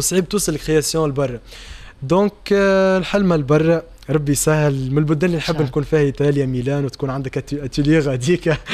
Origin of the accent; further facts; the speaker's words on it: Tunisia; خلينا نقولوا كتونسي